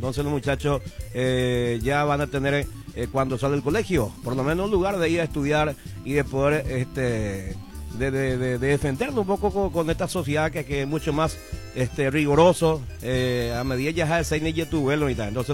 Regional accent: Paraguay; porque todos somos paraguayos.

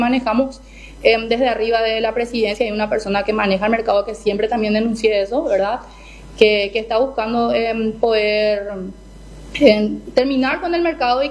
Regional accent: Paraguay; Somos paraguayos, queremos trabajar.

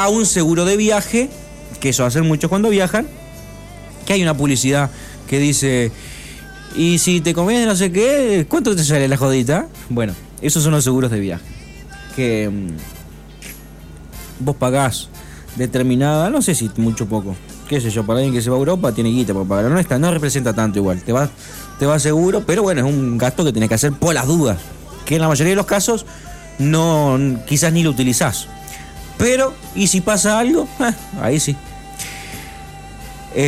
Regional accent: Argentina

